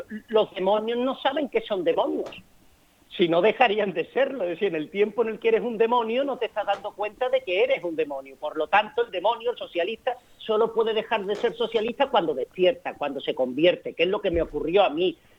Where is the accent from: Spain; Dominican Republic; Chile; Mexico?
Spain; Marchena, Andalusia; also born or lived in Seville; era antitaurino en Marchena, provincia de Sevilla, donde tenemos ganadería de Benítez Cubero.